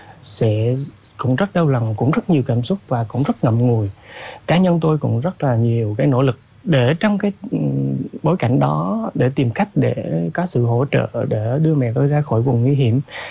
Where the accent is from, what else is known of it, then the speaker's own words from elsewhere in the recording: Hòa Thịnh, Đắk Lắk, Vietnam; như nhiều bà con ở vùng lũ Hòa Thịnh phía Đông Đắk Lắk quê tôi vẫn hay nói